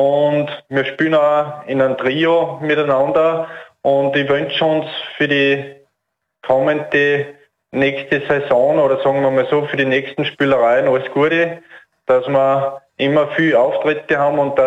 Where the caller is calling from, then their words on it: Altenmarkt, Styria, Austria; Ich bin aus Altenmarkt.